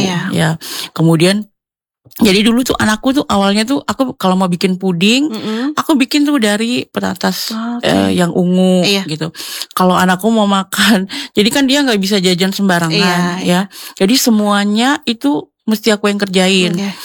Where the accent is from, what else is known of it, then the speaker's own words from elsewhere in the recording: Papua, Indonesia; Dan waktu itu aku Papua, istilahnya Indonesia Timur